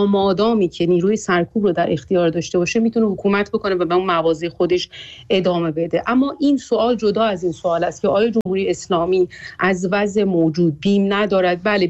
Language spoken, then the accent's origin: Persian; Iran; به عنوان یک ایرانی و با تجربه زیستی که داریم